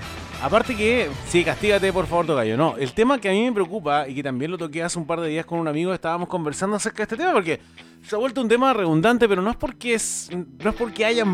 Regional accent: Talca, Maule, Chile; moved away; la ciudad de Talca, mi ciudad natal

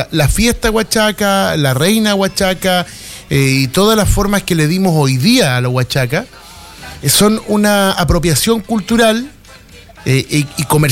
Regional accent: Chile; No somos chilenos de 18 de septiembre, somos chilenos todo el año.

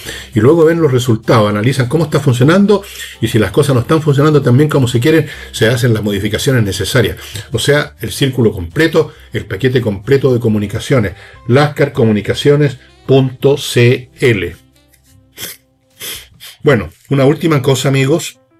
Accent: Chile

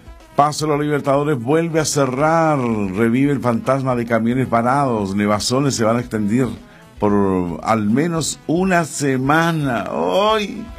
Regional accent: Valparaíso, Chile; now in Viña del Mar, Chile; yo soy del puerto de Valparaíso, hace 5 años que vivo por acá en Santa Inés.

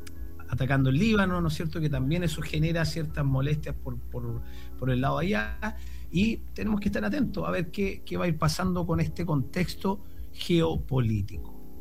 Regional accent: Chile; nosotros como chilenos

